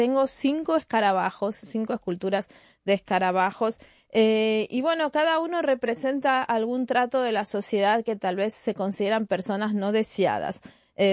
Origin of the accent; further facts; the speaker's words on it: French Polynesia; Yo soy de Tahití, de la Polinesia, así que también traigo unos motivos japoneses de sashiko y diferentes formas de comprender las diferentes culturas sin apropiarse de la cultura.